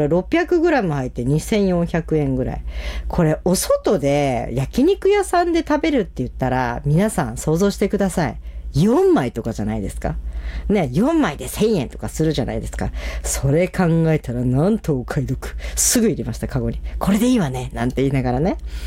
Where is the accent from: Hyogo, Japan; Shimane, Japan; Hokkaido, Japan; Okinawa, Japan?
Hokkaido, Japan; Otaru; 私、小樽が出身なので。